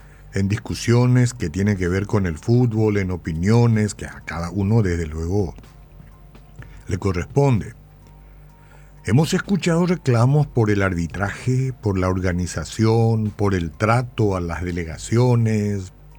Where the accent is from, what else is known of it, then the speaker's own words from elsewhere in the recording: Paraguay; como nos tocó a nosotros como paraguayos participar